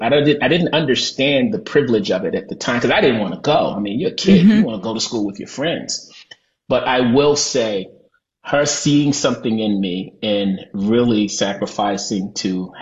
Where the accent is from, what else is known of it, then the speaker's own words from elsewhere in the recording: Baltimore, Maryland, United States; where we grew up in Baltimore, don't know how much you know about Baltimore